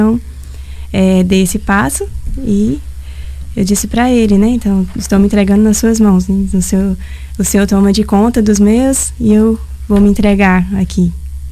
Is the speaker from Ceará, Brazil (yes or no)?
yes; Fortaleza, Ceará, Brazil; Sim, eu sou natural de Fortaleza, né?